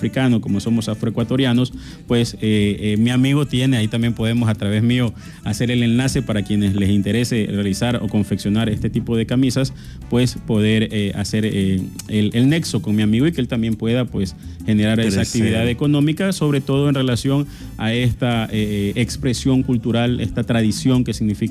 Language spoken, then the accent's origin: Spanish; Esmeraldas, Ecuador; also born or lived in Guayaquil; now in Santo Domingo, Ecuador; ser ecuatoriano, porque si bien es cierto, soy esmeraldeño, ahora vivo en Santo Domingo, pero también viví en Guayaquil.